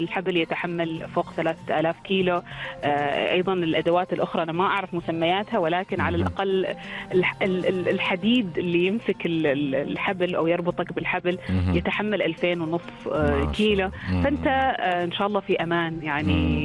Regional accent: Oman; عندنا في سلطنة عمان. ونحن يعني بدورنا كأبناء هذا الوطن

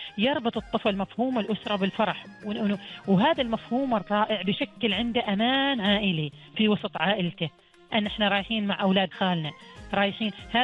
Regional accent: Oman; ولكن على الأغلب إحنا كمجتمع عماني العائلة، القبيلة، المجتمع حولنا، الحارة، المنطقة

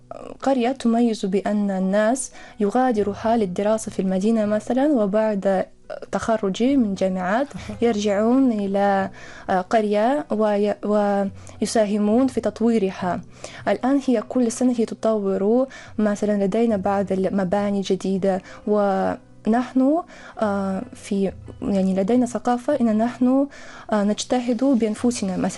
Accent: Russia; Arabic is a second language; أنا من روسيا، وقضيت في عمان 9 شهور في دراسة في جامعة سلطان قابوس.

